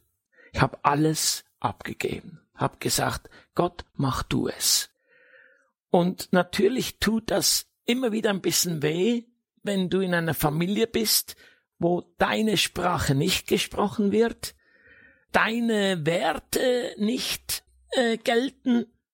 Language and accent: German; Switzerland; moved away